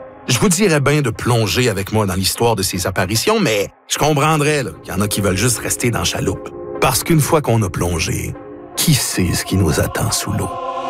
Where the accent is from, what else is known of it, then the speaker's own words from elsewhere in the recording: Terrebonne, Quebec, Canada; Là, excusez pour la prononciation, là, je viens de Terrebonne.